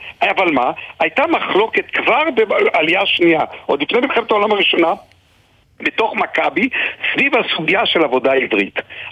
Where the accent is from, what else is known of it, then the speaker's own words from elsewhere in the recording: Haifa, Haifa District, Israel; אני חיפאי, ואני חוטף מאוד.